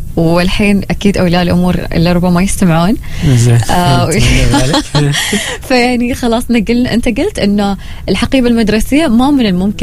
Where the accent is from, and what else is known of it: Oman